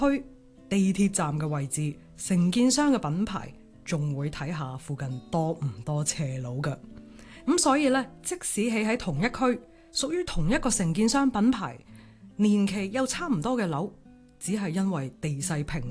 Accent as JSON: {"language": "Cantonese", "country": "Hong Kong", "accent": "foreign accent mixed with Busan accent (in Korean)", "said": "作为香港人"}